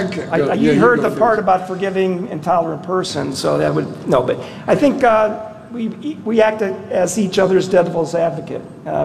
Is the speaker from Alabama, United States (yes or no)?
no; Akron, Ohio, United States; We are proud to say we are from Akron, Ohio, the muffin capital of the world.